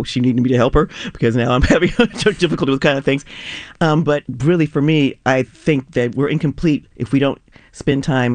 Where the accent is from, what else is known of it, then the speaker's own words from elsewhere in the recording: San Francisco, California, United States; also born or lived in Oakland; I grew up in San Francisco, but I lived in Oakland while I was a grad student, and my grandmother lived there when I was a child.